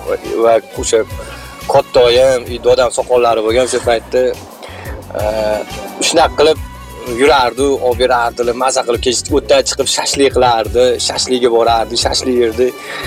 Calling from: Tashkent, Uzbekistan; Toshkentdan … Sebzordan.

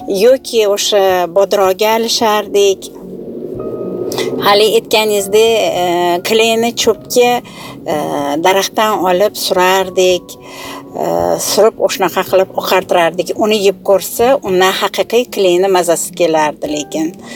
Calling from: Tashkent, Uzbekistan; Toshkentdan.

